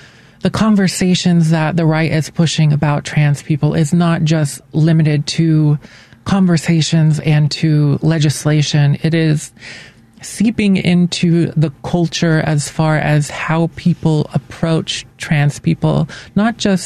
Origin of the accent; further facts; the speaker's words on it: Tennessee, United States; moved away; And, you know, like I said, I'm originally from Tennessee. There are a lot of laws that make it where I do not feel safe or comfortable going to see the family that I do have there.